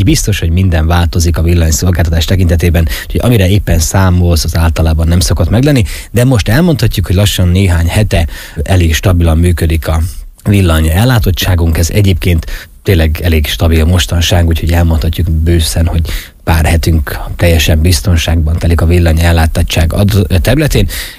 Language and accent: Hungarian; Zakarpattia Oblast, Ukraine; nem ott szívtam magamba az élethez szükséges dolgokat, hanem itt Kárpátalján.